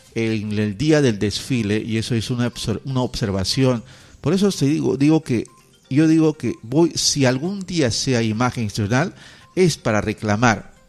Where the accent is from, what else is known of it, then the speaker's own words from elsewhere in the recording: Tocache, San Martín, Peru; Yo que soy de Tocache, no voy a comportarme como cualquier chancho, ¿no?